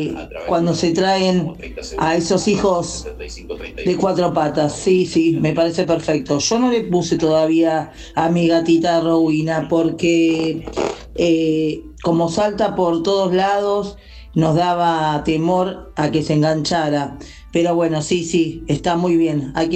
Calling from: Caseros, Buenos Aires Province, Argentina; de Casero.

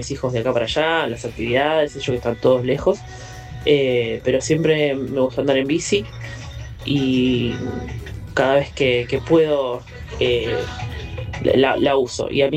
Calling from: Villa Sarmiento, Buenos Aires Province, Argentina; soy de Villa Sarmiento, Buenos Aires.

